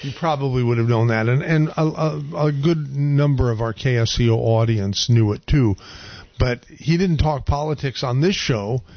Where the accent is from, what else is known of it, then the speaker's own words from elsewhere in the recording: Santa Cruz, California, United States; from Santa Cruz,"